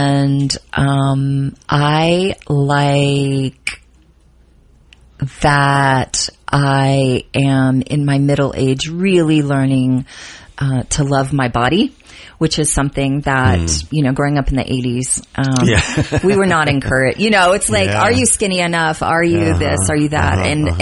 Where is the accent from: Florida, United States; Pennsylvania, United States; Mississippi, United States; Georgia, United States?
Florida, United States; Miami; moved away; I grew up in Miami, I took Spanish from like kindergarten on. And because I was in Miami, I can cuss really well in Spanish